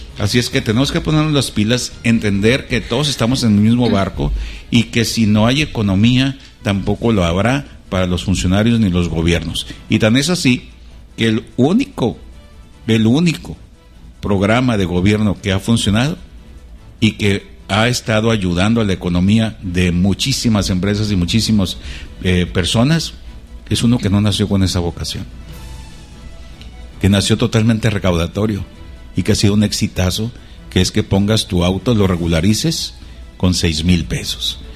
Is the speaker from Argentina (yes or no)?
no; Culiacán, Sinaloa, Mexico